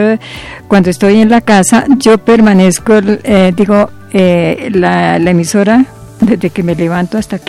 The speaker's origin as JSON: {"language": "Spanish", "town": "Tocaima", "region": "Cundinamarca", "country": "Colombia", "said": "Yo soy de Tocaima."}